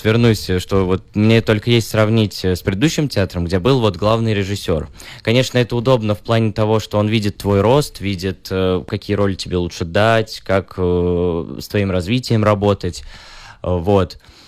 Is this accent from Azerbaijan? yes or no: no; Kazan, Tatarstan, Russia; born there; also born or lived in Kimry, Tver Oblast; now in Chukotka, Russia; Мы приехали сюда из города Кимры, который находится в Тверской области, но вообще родились мы в Казани, вот. Но вот 5 лет жизни посвятили Тверской области.